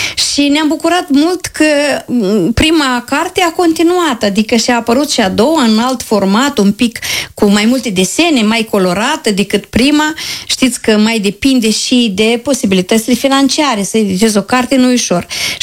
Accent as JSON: {"language": "Romanian", "country": "Moldova", "said": "am fost, cred că, 9 din Republica Moldova, cercetători, istorici"}